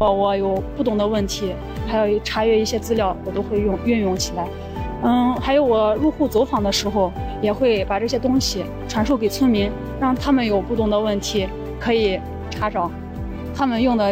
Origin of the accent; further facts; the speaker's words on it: China; moved away; 我是土生土长的本村人